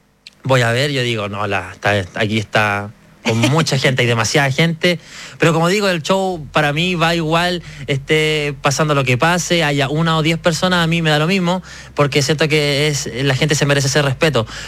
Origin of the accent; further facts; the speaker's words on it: Curacaví, Santiago Metropolitan Region, Chile; yo soy de Curacaví, la tierra de los dulces, de los dulces chilenos y las chichas, donde hay mucho talento, donde hay mucho deportista, mucho cantante, mucho músico, de todo, allá encuentro de todo